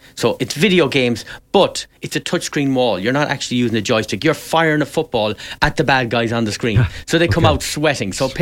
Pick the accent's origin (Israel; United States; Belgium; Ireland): Ireland; Westport, Connacht; Well, it's a thing generationally. We always, I grew up outside Westport, we always had a family membership.